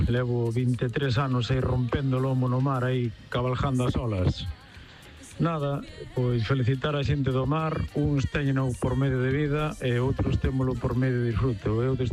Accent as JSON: {"language": "Galician", "region": "Galicia", "country": "Spain", "said": "Bos días, chavalada. … da Arousa."}